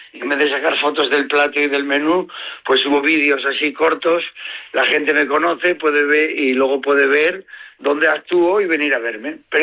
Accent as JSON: {"language": "Spanish", "region": "Asturias", "country": "Spain", "accent": "Asturian", "said": "Hablo de cosas que a todos nos pasan, pero con mi acento asturiano, ¿por qué vamos a quitar los acentos?"}